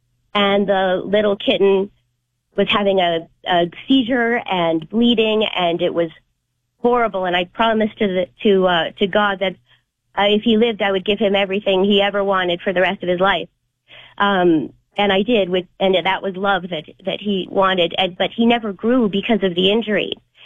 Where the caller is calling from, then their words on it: Edmonton, Alberta, Canada; I'm calling from Edmonton, Alberta.